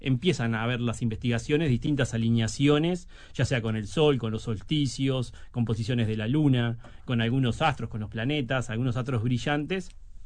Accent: Uruguay; los pueblos originarios del este de nuestro país

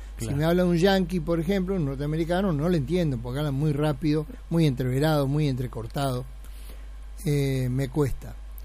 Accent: Uruguay; nuestro Uruguay es pequeño

